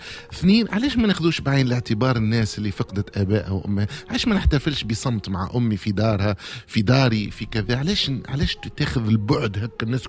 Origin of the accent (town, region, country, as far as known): Tunisia